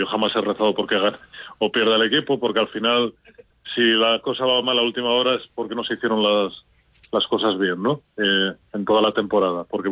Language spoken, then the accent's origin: Spanish; Lugo, Galicia, Spain; born there; now in Avilés, Spain; Yo, aunque soy el capellán del Avilés, yo he nacido en Lugo. En la Milagrosa, en el año 73. O sea, sí. Que eso, porque mi familia es padres y abuelos todos gallegos